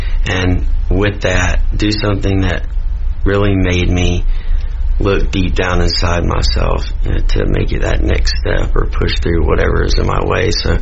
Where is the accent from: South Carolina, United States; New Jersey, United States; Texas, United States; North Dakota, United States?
South Carolina, United States; also born or lived in Mississippi; now in Charlotte, United States; South Carolina's home. I need to take the opportunity, though, to say I was born in Mississippi.